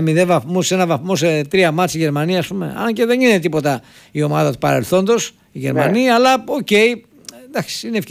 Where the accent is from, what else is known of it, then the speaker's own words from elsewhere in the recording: Greece; γιατί είμαι Έλληνας